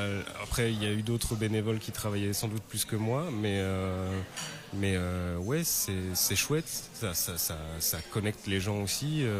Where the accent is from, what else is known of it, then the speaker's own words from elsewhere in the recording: Arlon, Wallonia, Belgium; Moi je suis d'Arlon.